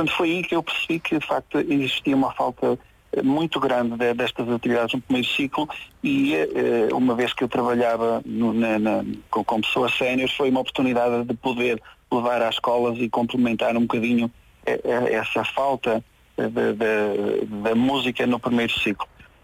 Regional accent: Cujó, Viseu, Portugal; now in Vila Nova de Gaia, Portugal; Eu sou natural de uma aldeia próxima de Castro Baio, Cujó, Castro Baio, mas vivo em Vila Nova de Gaia desde 2011.

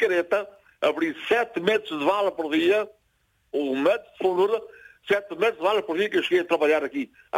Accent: Santa Maria, Azores, Portugal; born there; moved away as an adult; also born or lived in United States; quando eu nasci em Santa Maria

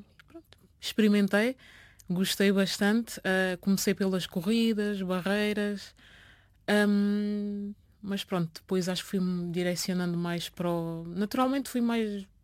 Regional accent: Seixal, Lisbon metropolitan area, Portugal; born there; also born or lived in Almada; Pregal, 1996. E pronto, sempre vivi os meus primeiros 9 anos no Seixal. Depois, entretanto, as coisas começaram-se a dificultar entre os meus pais e pronto, eu fui viver para uma instituição de acolhimento para crianças desfavorecidas

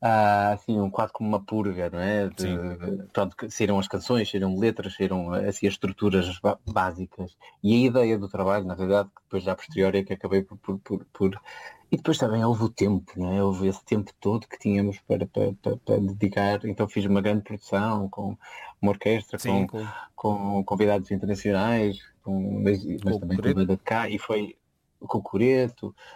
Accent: Azores, Portugal; now in Porto, Portugal; Aos Açores, não é? De onde sou natural.

